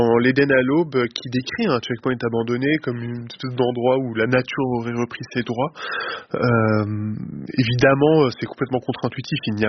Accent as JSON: {"language": "French", "country": "France", "said": "sachant que je suis français, encore une fois, en tant que français, nous avons un accès obscène à la mobilité"}